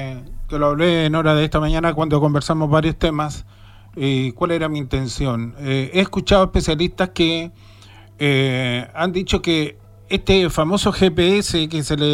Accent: Coquimbo, Chile; moved away; yo provengo de la región de Coquimbo, ex cuarta región.

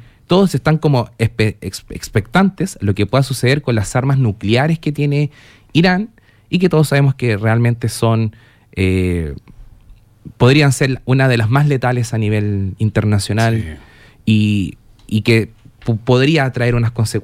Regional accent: Chile; nosotros como chilenos

